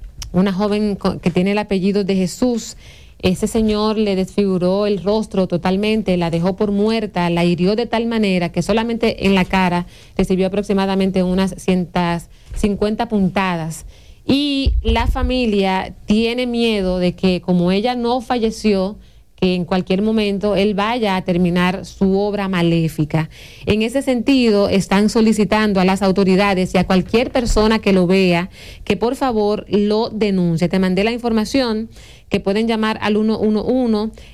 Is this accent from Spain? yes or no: no; Dominican Republic; nosotros como dominicanos